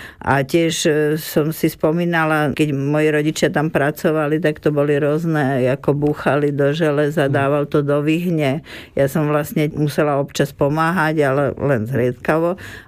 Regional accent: Bratislava, Bratislava Region, Slovakia; born there; moved away; also born or lived in Prague; ako kedysi u nás doma v Bratislave.

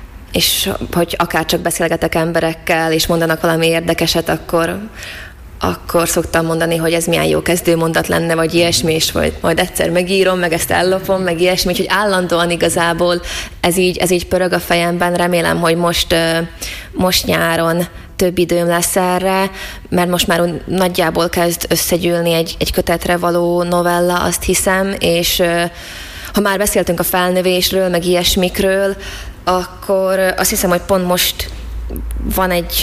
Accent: Slovakia; felvidékiként én elég komoly helyzeti előnnyel indultam a fordításoknál, mert a négy országból igazából három nyelven értettem

